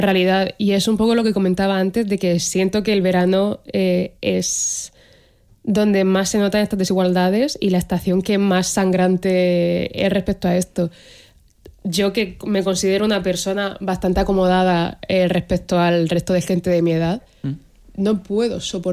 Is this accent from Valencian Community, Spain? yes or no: no; Cartagena, Region of Murcia, Spain; Como soy de Cartagena, para mí el verano ha sido siempre todo el año, excepto dos meses.